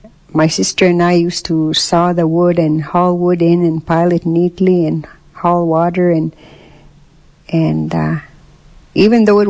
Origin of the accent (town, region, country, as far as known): Goodfish Lake Reserve, Alberta, Canada